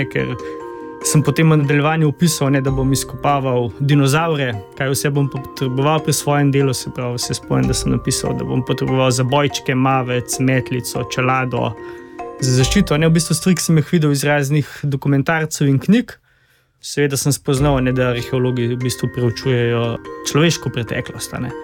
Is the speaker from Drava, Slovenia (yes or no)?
no; Hrušica, Upper Carniola, Slovenia; Prihajam drugače z Hrušce, se pravi pri Jesenicah, po rodu, bolj ali manj, lahko rečem, da Gorenc.